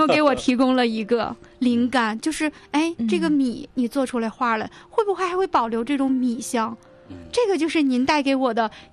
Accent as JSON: {"language": "Chinese", "town": "Shulan", "region": "Jilin", "country": "China", "tie": "born or raised there", "said": "我会把更多我家乡有的、舒兰市有的、吉林有的、我们吉林省有的"}